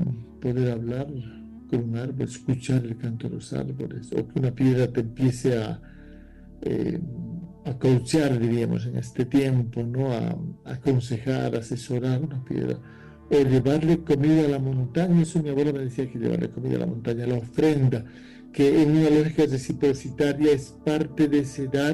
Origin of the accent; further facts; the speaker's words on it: Bolivia; Yo nací en Bolivia, crecí en un bosque junto a la montaña, en mucho silencio, mucha soledad.